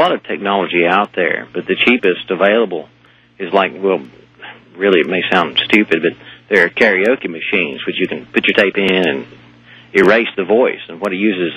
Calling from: Asheville, North Carolina, United States; I'm listening to your show, WWNC, in Asheville, North Carolina.

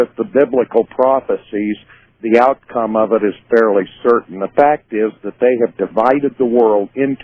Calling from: Indianapolis, Indiana, United States; in Indianapolis

